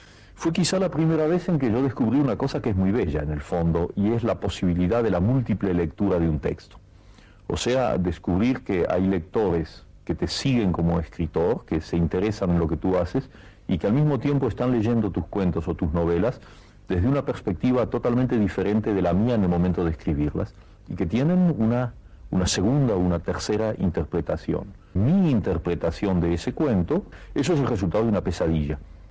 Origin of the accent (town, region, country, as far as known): Argentina